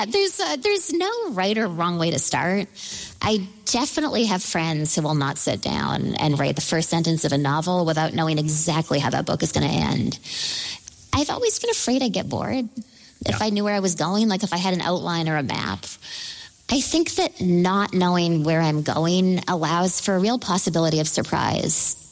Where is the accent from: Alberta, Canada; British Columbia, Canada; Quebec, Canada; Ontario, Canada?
British Columbia, Canada; Denman Island; And I'm from Denman Island, British Columbia. It's about 1,000 people. It's definitely more deer than people.